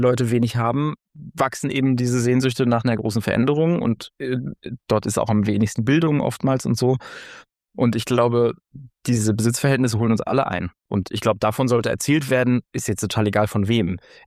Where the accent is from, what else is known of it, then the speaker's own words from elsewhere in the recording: East Germany, Germany; Und ich glaube aber nicht, dass ich mir als Ostdeutscher darüber leichter klar werden kann als jemand aus Westdeutschland.